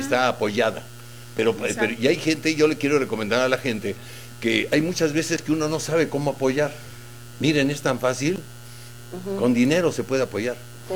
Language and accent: Spanish; Mexico City, Mexico; born there; Yo nací en la Lagunilla, por eso lo menciono.